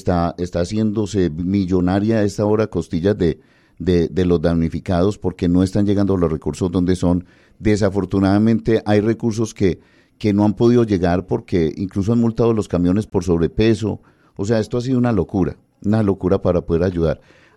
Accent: Colombia

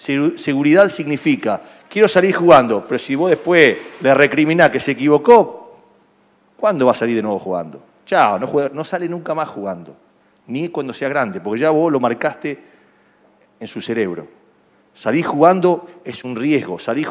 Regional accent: Rosario, Santa Fe, Argentina; yo soy de Rosario

